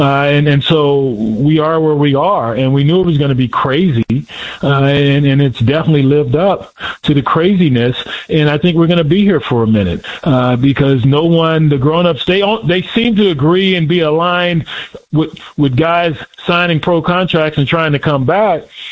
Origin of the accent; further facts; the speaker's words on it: Lubbock, Texas, United States; We had some stuff going on in my hometown of Lubbock when I was still in high school.